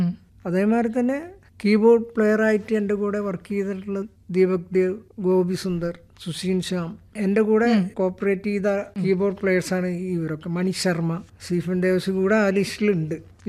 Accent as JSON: {"language": "Malayalam", "town": "Thrissur", "region": "Kerala", "country": "India", "also_born_or_lived": "Madras", "moved": "yes", "said": "ഞാൻ തൃശ്ശൂർക്കാരനാണ്."}